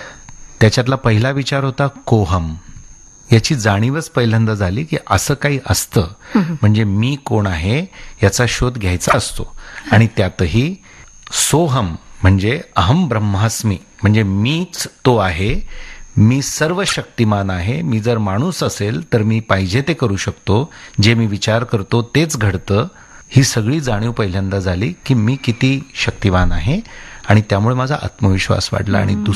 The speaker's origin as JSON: {"language": "Marathi", "town": "Erandol", "region": "Maharashtra", "country": "India", "tie": "born or raised there", "said": "माझं मूळ गाव एरंडोल, जळगाव जिल्ह्यातलं, आणि मध्यमवर्गीय कुटुंब."}